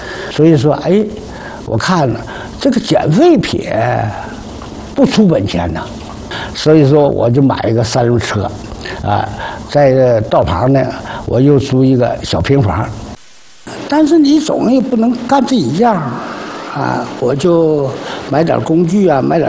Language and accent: Chinese; Jilin, China; moved away; 我说我吉林的。